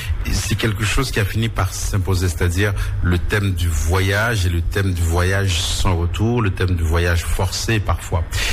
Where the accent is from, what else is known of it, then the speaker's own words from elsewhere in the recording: Haiti; moved away as an adult; now in Paris, France; même si c'est chez moi, en Haïti